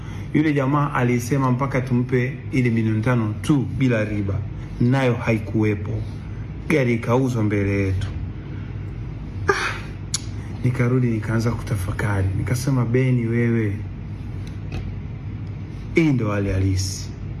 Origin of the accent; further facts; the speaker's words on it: Dar es Salaam, Tanzania; Nimetoka nikaenda Vingunguti nyumbani.